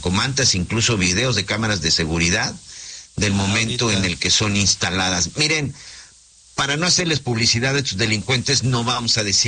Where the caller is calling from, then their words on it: Mexico City, Mexico; de la Ciudad de México.